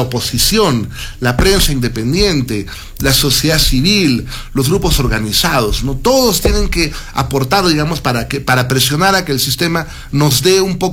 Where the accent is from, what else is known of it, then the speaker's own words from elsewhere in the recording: Peru; nos acostumbremos como peruanos